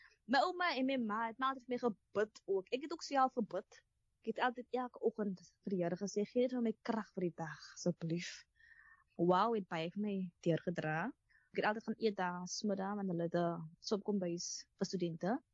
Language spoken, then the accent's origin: Afrikaans; Atlantis, Western Cape, South Africa; now in Atlantis, South Africa; by die skool het hulle vir my gevra van waar is ek, en sê, ek is van Atlantis, ek bly in Island Place, ek bly in die kort